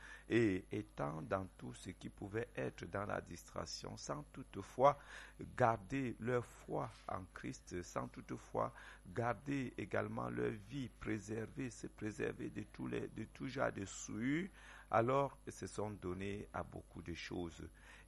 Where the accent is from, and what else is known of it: Cameroon